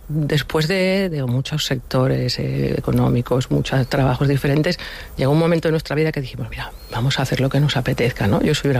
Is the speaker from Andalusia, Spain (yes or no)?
no; Valencian Community, Spain; Sí, sí, yo soy la parte valenciana.